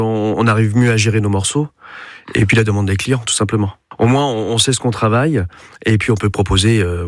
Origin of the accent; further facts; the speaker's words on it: Périgné, Nouvelle-Aquitaine, France; Moi, je suis un enfant du pays. Je suis né, enfin, mes parents habitaient Périgné. Voilà, j'ai passé toute mon enfance à Périgné.